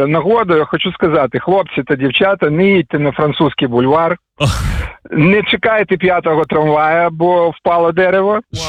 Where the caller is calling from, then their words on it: Odesa, Odesa Oblast, Ukraine